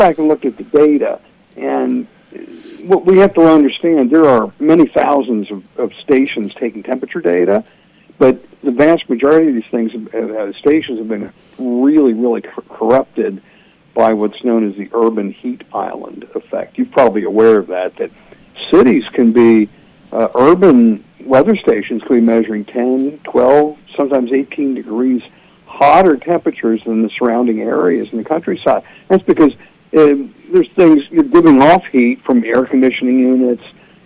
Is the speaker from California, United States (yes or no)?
no; Florida, United States; I'm from Florida.